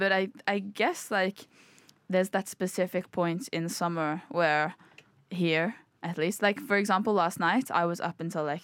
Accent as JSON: {"language": "English", "region": "London", "country": "United Kingdom", "tie": "born or raised there", "said": "I get pegged as like the city girl because I'm from London and I grew up in London."}